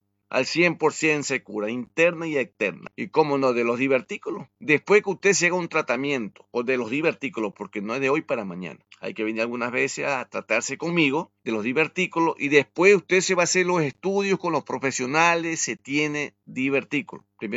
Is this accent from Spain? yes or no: no; Ecuador; now in Solís de Mataojo, Uruguay; me encuentra como … el Facebook.